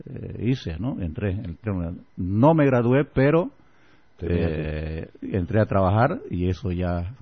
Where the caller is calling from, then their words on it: San Pedro, Beni, Bolivia; De San Pedro.